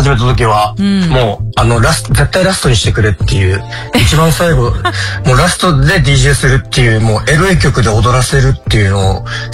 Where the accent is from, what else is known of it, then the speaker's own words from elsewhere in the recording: Sapporo, Hokkaido, Japan; なんか札幌出身なんですけど、はい、札幌は R&B のパーティー結構昔からずっとあって、毎週日曜日 R&B パーティーみたいな。